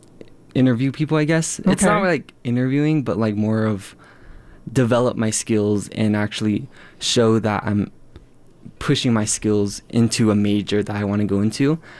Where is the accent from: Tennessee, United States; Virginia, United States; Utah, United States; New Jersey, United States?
Utah, United States; Aneth; I'm from Aneth, Utah, which is on the Navajo Reservation